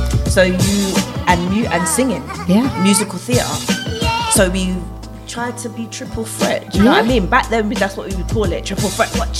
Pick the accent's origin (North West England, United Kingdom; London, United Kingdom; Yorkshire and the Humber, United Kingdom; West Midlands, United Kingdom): London, United Kingdom; I grew up in West London, Shepherd's Bush. That's where I'm from. My family's from West. So we moved to South, like, 1990, but I still went to school in Hammersmith.